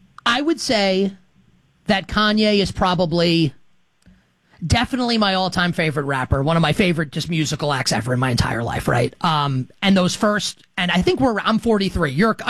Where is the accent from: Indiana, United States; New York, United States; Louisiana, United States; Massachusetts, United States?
New York, United States; Queens; And I'm from Queens and yeah.